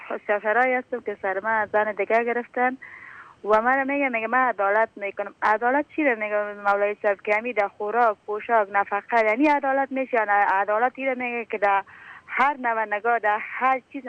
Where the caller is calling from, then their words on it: Kabul, Afghanistan; ما از کابل هستیم